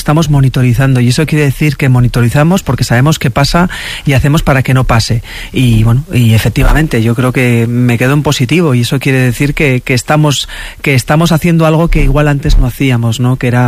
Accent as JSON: {"language": "Spanish", "region": "Navarre", "country": "Spain", "said": "claro, es que soy navarra"}